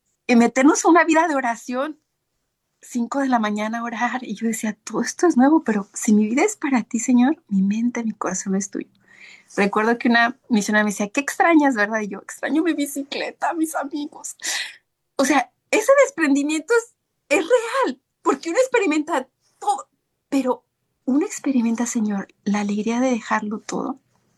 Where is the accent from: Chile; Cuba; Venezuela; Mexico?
Mexico; Guadalajara, Jalisco; salir de mi pueblo de Guadalajara, de México, era Guadalajara, todo uno experimenta que la cultura, todo está súper bien, pero uno va a otro país, es un contraste